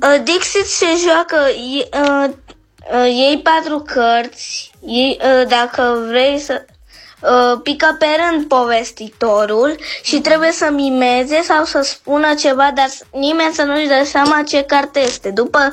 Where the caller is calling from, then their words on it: Voluntari, Ilfov, Romania; din Voluntari, am 8 ani.